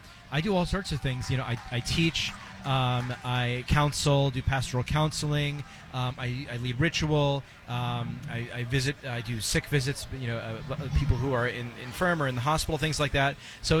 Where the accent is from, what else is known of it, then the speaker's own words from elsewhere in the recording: Baltimore, Maryland, United States; moved away; Born and raised in Baltimore. You know, I like the joke of people. I say, you know, I'm from Baltimore, like the Colts.